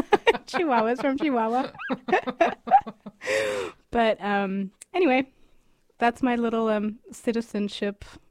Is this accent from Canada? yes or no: no; Argentina; Well, I kind of am. I'm from Argentina, but I was born with American citizenship.